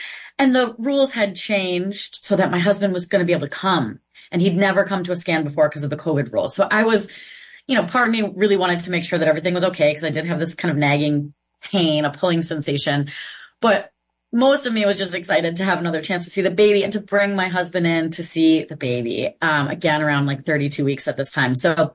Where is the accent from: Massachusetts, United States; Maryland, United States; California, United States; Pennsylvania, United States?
Massachusetts, United States; And I'm in Boston. And I think, travel where? Where am I going to go? You know, I grew up in Massachusetts. I worked for a while in New York State.